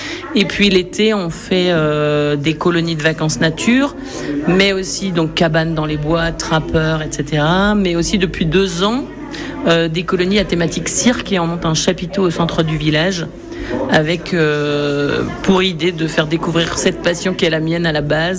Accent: Belfort, Bourgogne-Franche-Comté, France; Alors moi, je suis originaire de Belfort et j'ai été professeur des écoles dans le Doubs.

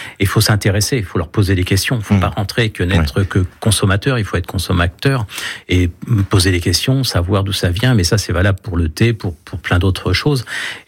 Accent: Paris, Île-de-France, France; moved away; j'ai quand même un défaut, c'est que je suis parisien.

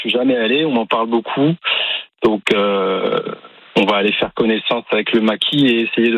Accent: Forbach, Grand Est, France; moi, je suis originaire de Forbach, et c'est une région très minière.

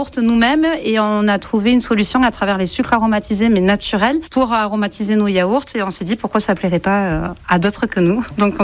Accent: Narbonne, Occitanie, France; born there; Je suis née sur Narbonne et mes parents faisaient la vigne.

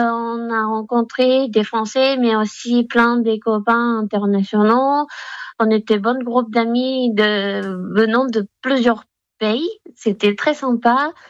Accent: Shizuoka, Japan; French is a second language; moved away as an adult; also born or lived in Osaka, Japan / Tokyo, Japan; now in Limoges, France; je viens de Japon, je suis née à Osaka, c'est la deuxième grande ville de Japon. Après, toute petite, j'ai déménagé à Shizuoka, c'est vraiment au pied de Mont Fuji, si vous connaissez un peu. C'est la ville de moyenne taille. Comme Limoges.

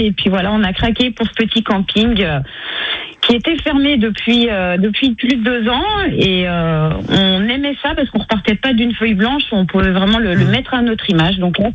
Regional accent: Saint-Étienne, Auvergne-Rhône-Alpes, France; moved away as an adult; now in Détrier, France; On est stéphanois, on vient de la région stéphanoise.

